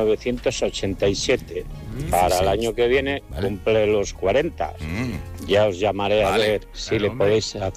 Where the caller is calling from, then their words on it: Oviedo, Asturias, Spain; desde Oviedo.